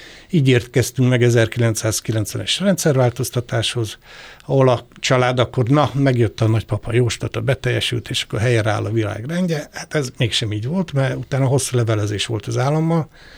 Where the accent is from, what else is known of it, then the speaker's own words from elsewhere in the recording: Budapest, Hungary; born there; Amúgy én budapesti születésű vagyok